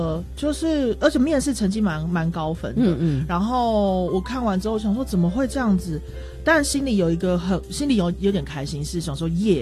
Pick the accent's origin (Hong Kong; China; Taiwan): Taiwan; Taitung, Taitung County; 其实我是台东人